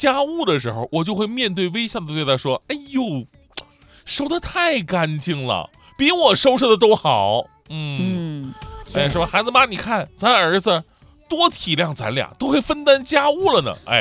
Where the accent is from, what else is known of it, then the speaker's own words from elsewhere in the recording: Northeast China, China; 我们东北人在面对台风的时候呢，依然会有东北人的那种松弛感